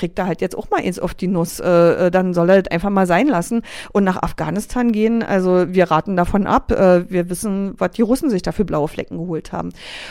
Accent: Berlin, Germany; accent: East Berlin dialect; Da wurde mir mein Ostberliner Dialekt zum Beispiel immer, du Berlinerst, so, da hört man ja gleich, woher du kommst.

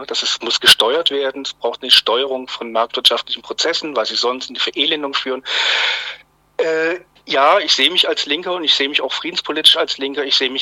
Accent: Baden-Württemberg, Germany; born there; Ich bin 69 geboren. Ich bin gebürtiger Schwabe eigentlich. Meine Eltern sind allerdings keine Schwaben, daher ein gespaltenes Verhältnis zum Schwäbischen.

